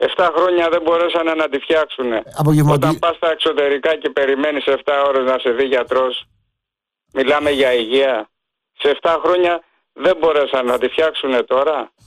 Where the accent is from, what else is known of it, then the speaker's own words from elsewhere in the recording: Nikaia, Attica, Greece; από τη Νίκαια